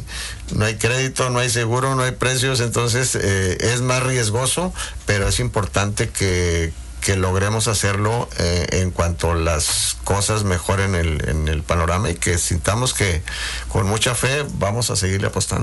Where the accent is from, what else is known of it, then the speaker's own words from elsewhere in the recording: Mexico; los mexicanos cuando queremos brincar a Estados Unidos de manera ilegal